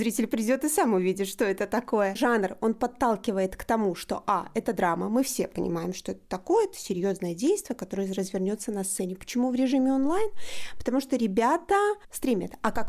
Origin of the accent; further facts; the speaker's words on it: Gomel, Gomel Region, Belarus; я режиссер из Беларуси, город Гомель.